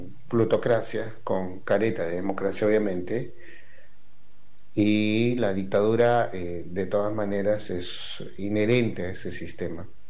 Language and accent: Spanish; Puno, Peru; Yo soy aymara, por si acaso, soy de Puno y de la frontera con Bolivia.